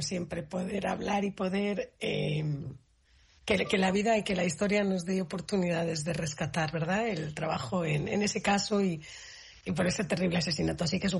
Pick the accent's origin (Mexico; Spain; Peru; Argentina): Spain; moved away as an adult; now in United States; soy española, pero me mudé, emigré a Estados Unidos en los años 90